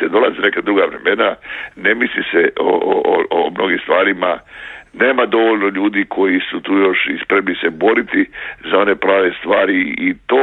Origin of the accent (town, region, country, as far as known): Croatia